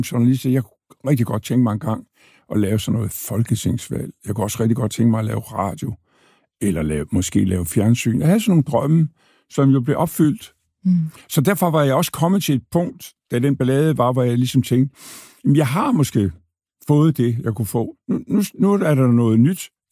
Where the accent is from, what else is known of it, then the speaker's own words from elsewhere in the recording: Thy, North Denmark Region, Denmark; moved away; Bunderøv fra Thy. Det har jeg altid været.